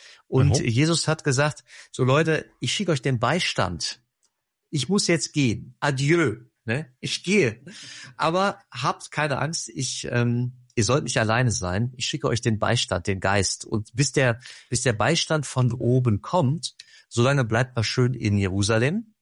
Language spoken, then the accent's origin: German; Rade, Germany; Ich bin gerade bei meinen Eltern und also in Rade in meiner Heimat